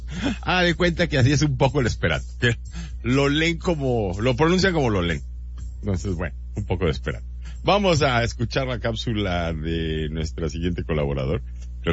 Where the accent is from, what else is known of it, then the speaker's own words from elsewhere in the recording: Mexico; moved away; normalmente como mexicanos, y me van a perdonar toda la gente local, pero no estamos, tengo 15 años viviendo aquí